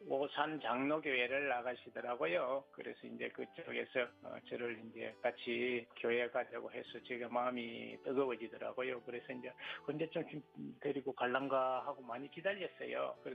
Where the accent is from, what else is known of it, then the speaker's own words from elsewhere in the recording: Changseon, South Gyeongsang, South Korea; moved away as an adult; 경남 남해, 남해하고도 창선이라는 데가 있어요. 그곳에서 이제 어렸을 때 자랐고요. 가난하게 시골에서 자랐는지요.